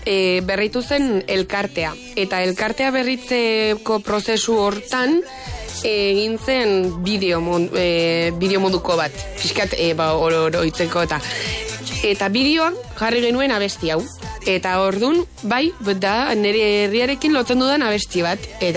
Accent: Spain; niretzat zerbait garrantzitsua bada herria, nire herria, Etxeberri

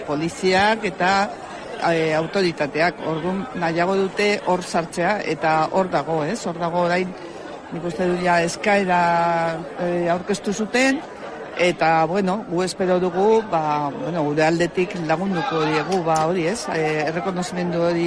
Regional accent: Pamplona, Navarre, Spain; born there; ni txantrean bizitzen naiz, ba, egia da, ba, ni Donibanen jaio nintzen, bueno, Iruñan, ez? Baina Donibaneko auzoan, baina gero joan ginen

